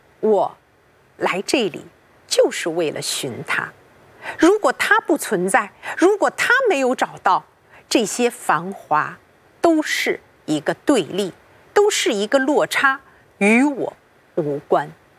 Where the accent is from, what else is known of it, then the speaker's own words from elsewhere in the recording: China; 我们中国人